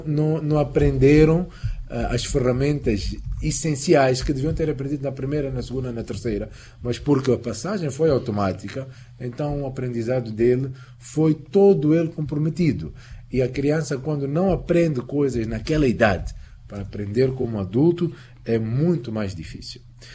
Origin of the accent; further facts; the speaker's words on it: Mozambique; Não só como muçulmanos, mas também como moçambicanos.